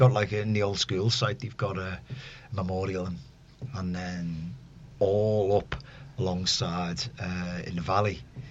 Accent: Liverpool, North West England, United Kingdom; between West Derby and Old Swan. Some people don't think it exists. It does.

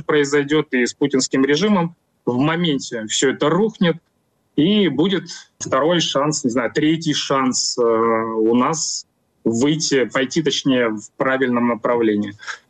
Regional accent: Russia; moved away; потому что я сам россиянин, я до 25 года жил в России, в окружении меня все люди прекрасно все понимают.

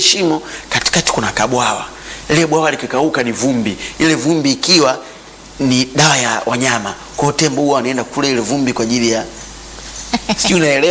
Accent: Tanzania; We are from Tanzania. Tumekuja hapa kwa ajili ya kufanya vacation na kuangalia maeneo.

